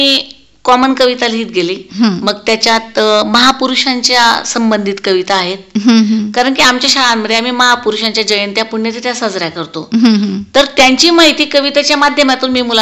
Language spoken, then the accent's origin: Marathi; Marwad, Maharashtra, India; माझं माहेर मारवड तिथं मी शिकली, त्याच शाळेत मी काही दिवस नोकरी पण केलेली.